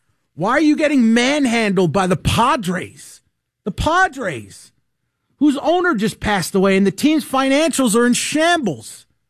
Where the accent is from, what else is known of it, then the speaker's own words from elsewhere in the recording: New York, United States; I know I grew up in New York